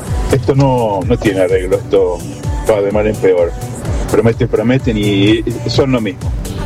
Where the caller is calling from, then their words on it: Palermo, Buenos Aires, Argentina; … de Palermo.